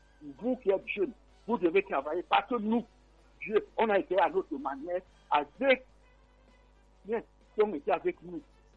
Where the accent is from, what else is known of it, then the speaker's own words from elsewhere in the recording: Cameroon; On est Camerounais.